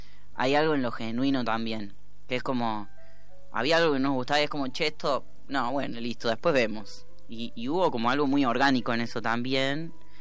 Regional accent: Laguna Larga, Córdoba, Argentina; Yo soy un pueblo de Córdoba que se llama Laguna Larga.

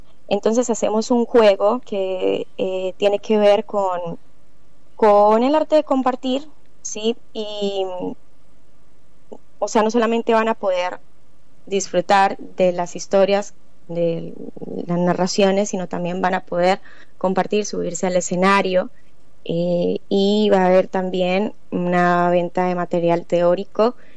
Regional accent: Colombia; a nosotros nos ha sorprendido como colombianos

